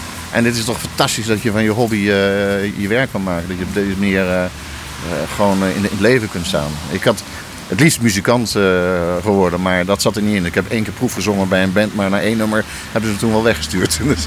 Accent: The Hague, South Holland, Netherlands; Ik ben in Den Haag geboren, ja. En ik heb hier op school gezeten, hier vlakbij.

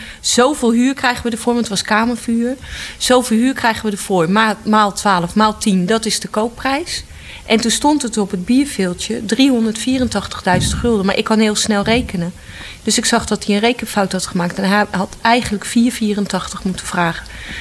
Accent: Utrecht, Netherlands; born there; Ja, ik ben op de Oude Gracht geboren.

